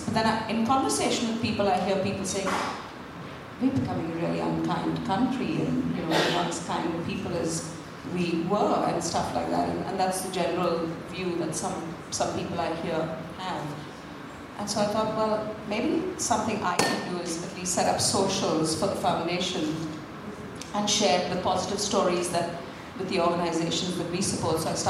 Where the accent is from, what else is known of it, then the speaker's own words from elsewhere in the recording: India; moved away; And so when I was in India and grew up in this beautiful community